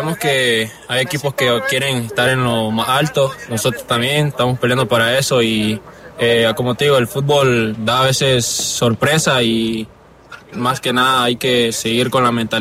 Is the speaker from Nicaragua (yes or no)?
yes; Nicaragua; born there; moved away; Nicaragua es mi tierra, donde yo nací